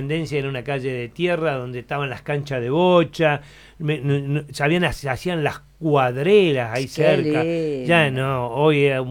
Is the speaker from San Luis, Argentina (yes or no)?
yes; Juan Jorba, San Luis, Argentina; Yo soy de Juan Jorba, y Jorba es mi lugar en el mundo realmente, porque tenemos nuestro campo ahí, somos la tercera generación de que estamos ahí